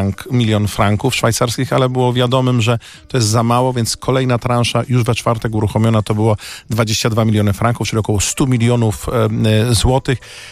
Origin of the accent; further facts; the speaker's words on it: Łódź, Łódź Voivodeship, Poland; Pamiętam odsetek osób w 97 roku, jestem z Łodzi, które przynosiły do Czerwonego Krzyża